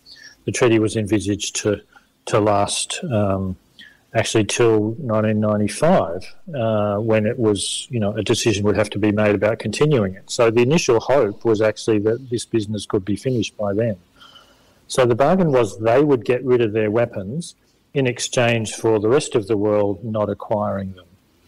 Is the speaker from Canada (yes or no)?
no; Melbourne, Victoria, Australia; also born or lived in Adelaide / Hobart; My background is German. I was born in Adelaide, but grown up in Melbourne most of my life.